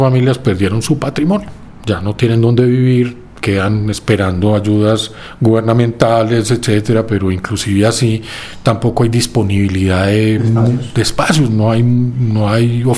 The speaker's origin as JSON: {"language": "Spanish", "town": "Manizales", "region": "Caldas", "country": "Colombia", "tie": "born or raised there", "said": "yo soy de Manizales, y ya pues en mi juventud me había tocado el terremoto del 79, que fue muy complejo en Manizales."}